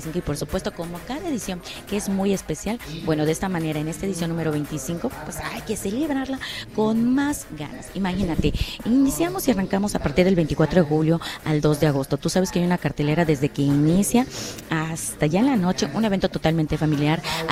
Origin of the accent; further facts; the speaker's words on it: Yucatán, Mexico; también nosotros como yucatecos